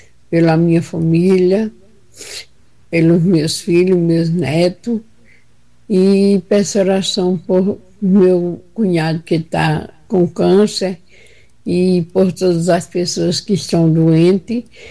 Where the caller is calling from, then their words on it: Paraíba, Brazil; falo aqui da Paraíba, da cidade de Bahia.